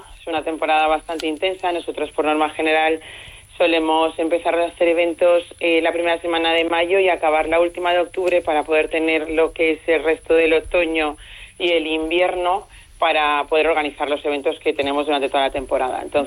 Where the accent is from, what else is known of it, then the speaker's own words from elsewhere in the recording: Arnedo, La Rioja, Spain; born there; also born or lived in Colombia; Yo llegué a Arnedo, estudié allí y posteriormente me fui a Logroño, bueno, me vine a Logroño para ir a la universidad.